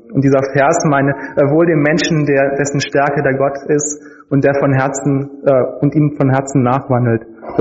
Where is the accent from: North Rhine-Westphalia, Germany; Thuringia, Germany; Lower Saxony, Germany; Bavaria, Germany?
North Rhine-Westphalia, Germany; Cologne; Ich komme aus Köln, das heißt, wir kommen aus Köln.